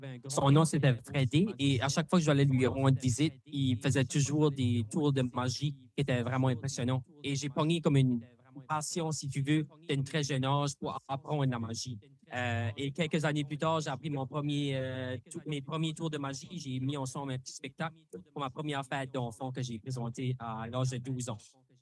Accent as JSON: {"language": "French", "town": "Saint-Antoine", "region": "New Brunswick", "country": "Canada", "tie": "born or raised there", "moved": "as an adult", "lives_now": "Dieppe, Canada", "said": "Je suis originaire de Saint-Antoine, un petit village, tout près de Moncton. Ça fait une quinzaine d'années que j'habite à Thiennes."}